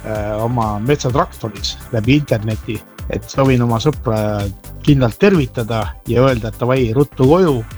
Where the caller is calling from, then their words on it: Tamsalu, Lääne-Viru County, Estonia; Tamsalust.